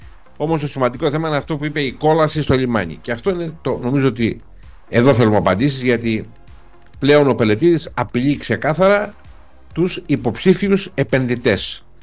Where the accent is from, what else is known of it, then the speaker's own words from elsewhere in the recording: Patras, Western Greece, Greece; Και εγώ είμαι πατρινός πάνω απ' όλα.